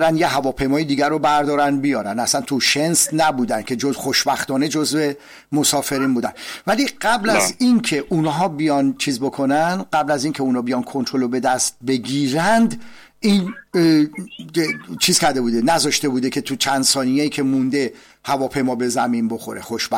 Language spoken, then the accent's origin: Persian; Iran; خب حالا که صحبت وطنمون و عزیزان و همه میهندوستان و عزیزان و مردم ایران و اینا شد